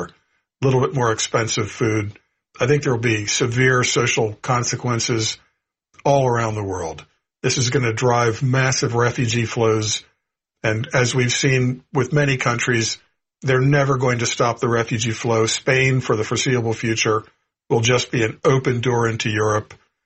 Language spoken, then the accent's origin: English; United States; for as an American